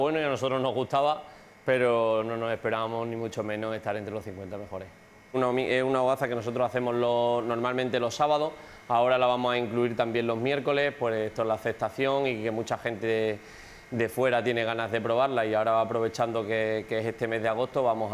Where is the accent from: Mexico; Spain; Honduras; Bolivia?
Spain; Castilla-La Mancha; No he tenido la oportunidad de estar fuera, pero yo opté por estar en mi pueblo y por querer estar aquí